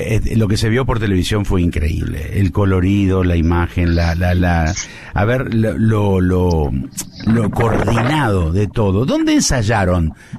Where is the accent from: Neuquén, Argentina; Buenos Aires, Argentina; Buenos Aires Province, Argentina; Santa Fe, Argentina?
Santa Fe, Argentina; Rosario